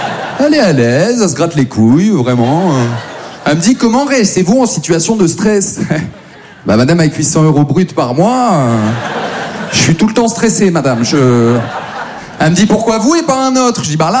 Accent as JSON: {"language": "French", "town": "Maubeuge", "region": "Hauts-de-France", "country": "France", "lives_now": "Paris, France", "said": "Non, Maubeuge, c'est une petite ville dans leur Pas-de-Calais, maintenant tout va bien, j'habite à Paris. Et j'ai des potes de Maubeuge"}